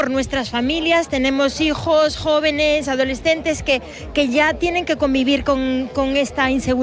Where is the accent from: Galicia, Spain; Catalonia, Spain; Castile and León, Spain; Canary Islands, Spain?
Galicia, Spain; Santiago de Compostela; los que somos de Santiago, desde hemos crecido aquí